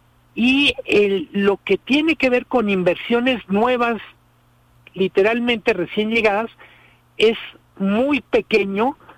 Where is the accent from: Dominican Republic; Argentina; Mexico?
Mexico